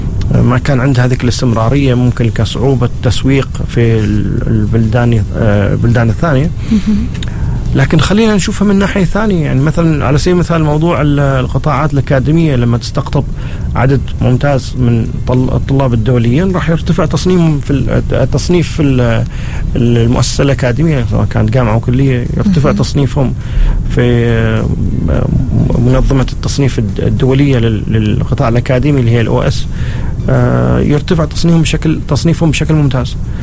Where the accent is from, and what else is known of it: Oman